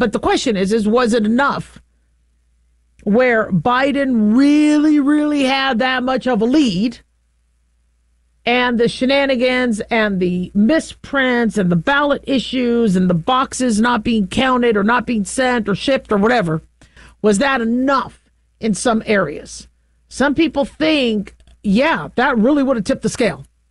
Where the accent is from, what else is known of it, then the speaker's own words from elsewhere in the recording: United States; I'm American.